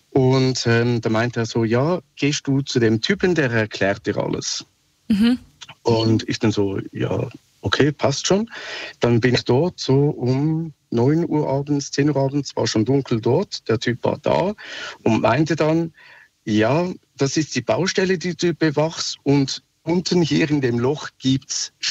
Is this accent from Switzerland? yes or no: yes; Switzerland; Ich rufe jetzt gerade aus Lörrach an. Mhm. Sorry, mein Akzent, ich bin Schweizer.